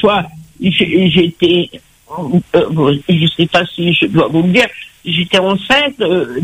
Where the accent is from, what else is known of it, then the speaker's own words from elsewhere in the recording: Réunion; moved away as an adult; now in Metropolitan France; je suis réunionnaise